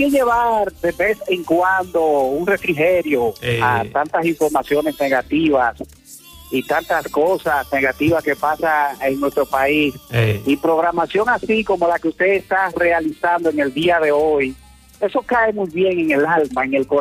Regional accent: Moca, Espaillat, Dominican Republic; mi pueblo, nuestra gente de Moca

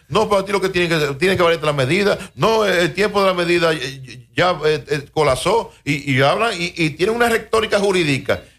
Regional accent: Dominican Republic; todos somos dominicanos.

